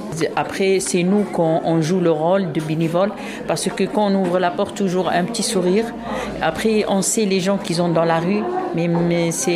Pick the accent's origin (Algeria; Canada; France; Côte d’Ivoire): Algeria; Oui, oui, oui. Moi, je suis algérienne.